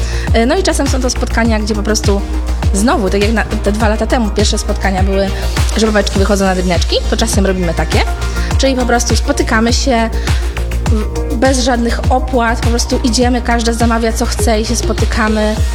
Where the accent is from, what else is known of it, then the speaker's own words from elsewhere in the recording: Tricity, Pomeranian Voivodeship, Poland; wszystkie jesteśmy babeczkami z Trójmiasta